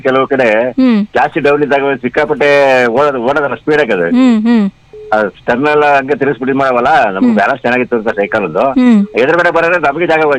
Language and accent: Kannada; Karnataka, India; born there; ನಮ್ಮೂರಿಂದ ಧರ್ಮಸ್ಥಳ ಒಂದು 105 kilometer ಆಗುತ್ತೆ 100 to 175 ಆಗುತ್ತೆ